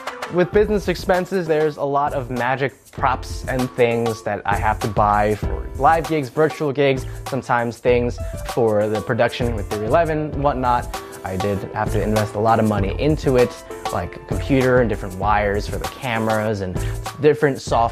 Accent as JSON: {"language": "English", "area": "Long Island", "region": "New York", "country": "United States", "tie": "born or raised there", "said": "I grew up in Long Island, New York. I lived with my mom and my two older brothers, Thomas and Norman. I went to school there. I lived there all my life as a kid growing up."}